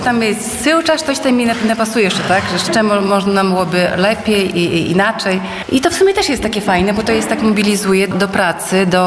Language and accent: Polish; Łosinka, Podlaskie Voivodeship, Poland; now in Hajnówka, Poland; No ja na przykład dojeżdżaję z Hajnówki, ale pochodzę z Łosinki i też jakby, no, związana sercem z Łosinki, tak, bo tutaj wychowała się, tutaj chodzi do szkoły, tutaj rodzice żyli